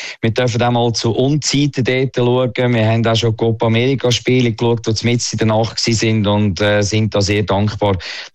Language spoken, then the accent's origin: German; Switzerland; da bin ich für die Schweiz. Das ist mein Heimatland.